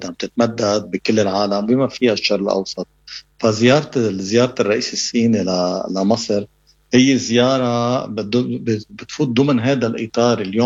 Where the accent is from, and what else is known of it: Lebanon